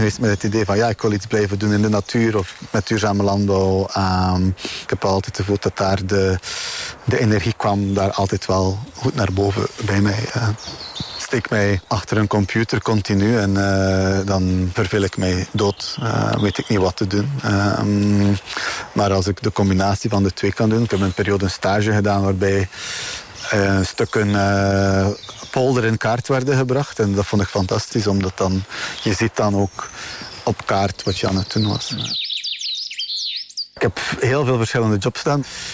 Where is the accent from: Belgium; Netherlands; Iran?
Belgium; Flanders; accent: West Flemish; Ik kom uit West-Vlaanderen, zoals je misschien wel kan horen tijdens het gesprek.